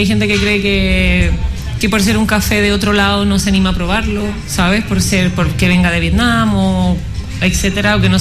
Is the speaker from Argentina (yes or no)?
no; Chile; moved away; Yo, de un poquito más lejos, de Chile.